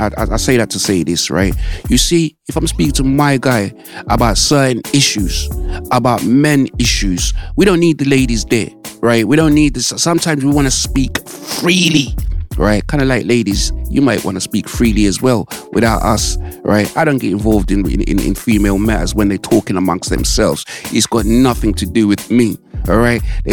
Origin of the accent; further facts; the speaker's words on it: United Kingdom; I grew up on Mile Road area. You must have gone John Bunyan. John Bunyan just like me.